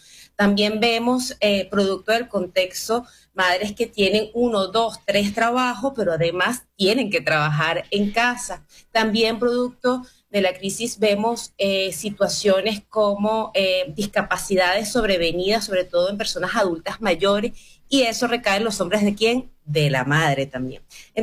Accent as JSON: {"language": "Spanish", "country": "Venezuela", "said": "Nosotros como pueblo venezolano llevamos unas heridas"}